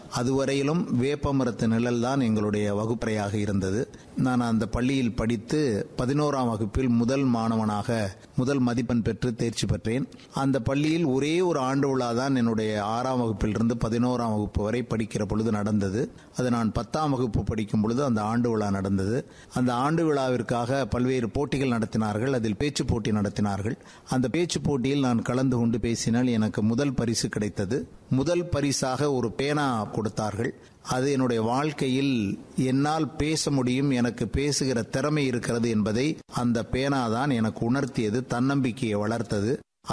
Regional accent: Periyapattamangalam, Tamil Nadu, India; நான் புதுக்கோட்டை மாவட்டத்துல ஆவுடையார் கோயில் தாலுகா பெரியபட்டமங்கலம் என்ற ஒரு சிறிய கிராமத்தில் நான் பிறந்தேன். அங்கு நான் பள்ளி படிப்பை, கல்லூரி படிப்பை முடிக்கிற வரை பேருந்து வசதியோ எலக்ட்ரிசிட்டி மின்சார வசதியோ கிடையாது.

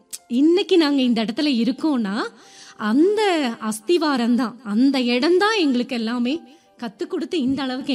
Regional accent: Nilgiris district, Tamil Nadu, India; also born or lived in Devarshola / Coimbatore; now in Dindigul, India; நீலகிரி மாவட்டம் கூடலூர் வட்டம் Mayfield estate அப்படிங்கிற ஒரு சின்ன ஊருங்க ஐயா. அங்கதான் நாங்கள் பிறந்து வளர்ந்ததெல்லாம், படிப்பு, எங்களுடைய வாழ்க்கை

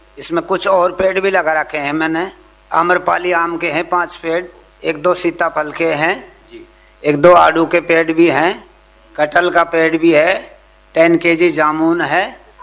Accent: Dakpuri, Rajasthan, India; ग्राम डाकपुरी का रहने वाला हूँ, तहसील मालाखेड़ा जिला अलवर

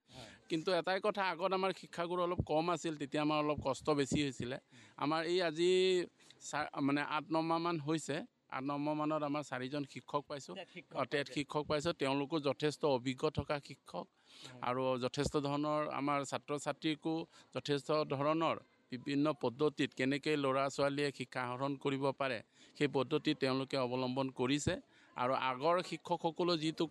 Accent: Kaliabor, Assam, India; মোৰ ঘৰ কলিয়াবৰৰে।

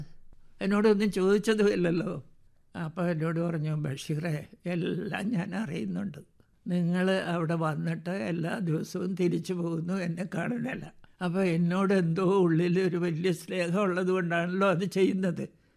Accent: Thiruvananthapuram, Kerala, India; moved away as an adult; now in Kozhikode, India; തിരുവനന്തപുരത്ത് ജനിച്ചു വളർന്ന് അവിടെ തന്നെ മരിക്കണമെന്ന് ആഗ്രഹിച്ച ഞാൻ കോഴിക്കോട്ട് വന്ന് കല്യാണം കഴിക്കാൻ

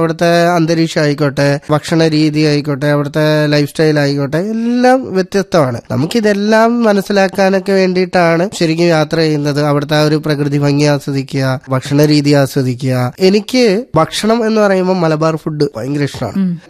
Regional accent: Thiruvananthapuram, Kerala, India; എന്റെ സ്വദേശം തിരുവനന്തപുരം ആയതുകൊണ്ട് തന്നെ കൂടുതലും തിരുവനന്തപുരത്തുള്ള സ്കൂളിലായാലും കോളേജിലൊക്കെ ആയാലും കൂടുതൽ പഠിച്ചതൊക്കെ ഇവിടെ തന്നെയാണ്.

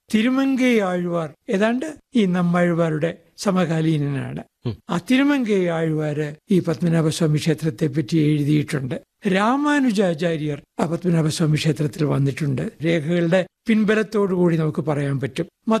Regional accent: Kayamkulam, Kerala, India; now in Thiruvananthapuram, India; ഞാന് തിരുവനന്തപുരത്താണ് ജീവിക്കുന്നത്, ഞാൻ പക്ഷെ ജനിച്ചത് കായംകുളത്താണ്. അപ്പൊ കുട്ടിക്കാലത്തോടെ പഠിക്കാനും സാധിച്ചു. വീടിനടുത്തായിട്ട് കൃഷ്ണപുരം കൊട്ടാരമുണ്ട്.

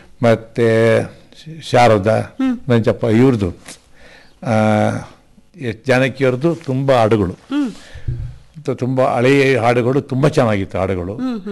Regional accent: Bengaluru, Karnataka, India; now in Kodagu, India; ನಮ್ದು ಆಕ್ಚುಲಿ ಬೆಂಗಳೂರು.

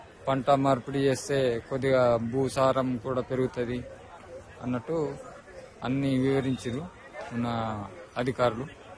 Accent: Ankapur, Telangana, India; మాది అంకాపూర్ గ్రామం, ఆదిలాబాద్ రూరల్, జిల్లా ఆదిలాబాద్.

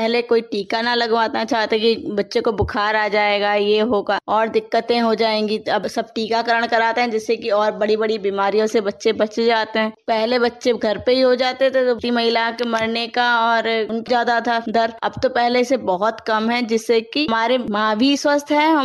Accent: Jaigaon, West Bengal, India; हाँ, हम जयगांव के निवासी हैं।

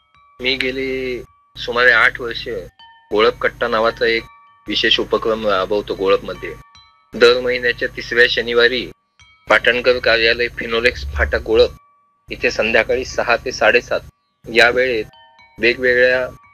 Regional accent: Maharashtra, India; आमच्या गोळक गावामध्ये आहे.

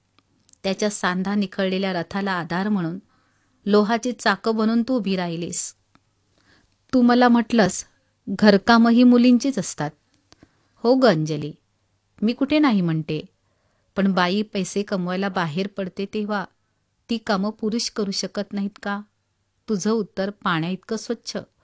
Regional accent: Maharashtra, India

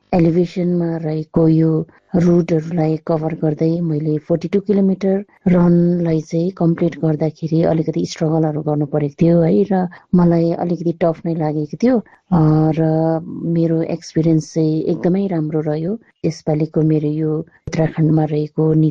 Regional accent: Sikkim, India; आफूले आफ्नो स्टेटलाई सिक्किमलाई रिप्रेजेन्ट गर्न पाउँदाखेरि

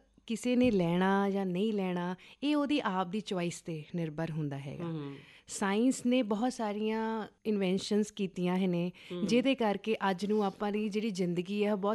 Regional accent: Patiala, Punjab, India; born there; also born or lived in Rajpura; now in Jalandhar, India; ਮੇਰਾ ਜਨਮ ਪਟਿਆਲਾ ਸ਼ਹਿਰ ਦੇ ਵਿੱਚ ਹੋਇਆ

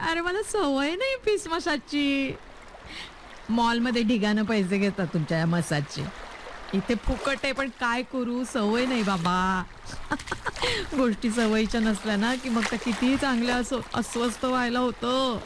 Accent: Maharashtra, India; अगं मी मराठीच आहे.

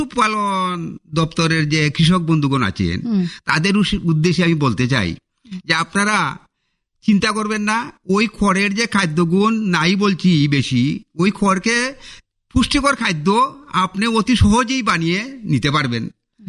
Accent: Sylhet Division, Bangladesh; accent: Sylheti; আমরা খেয়ার বলি সিলেটি ভাষায়

